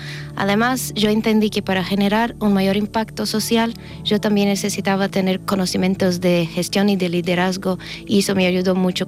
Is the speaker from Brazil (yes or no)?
yes; Brazil; moved away; Yo soy brasileña y tengo 25 años.